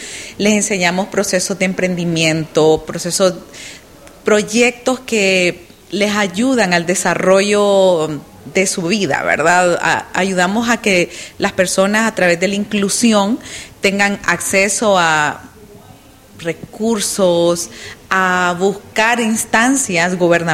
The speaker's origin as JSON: {"language": "Spanish", "country": "Honduras", "said": "los hondureños y las hondureñas somos inteligentes"}